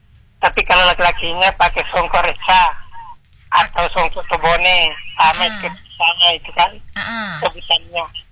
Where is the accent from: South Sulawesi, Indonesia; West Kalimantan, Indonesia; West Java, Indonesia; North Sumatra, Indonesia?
South Sulawesi, Indonesia; Kalau suku Bugis kan saya orang Bugis.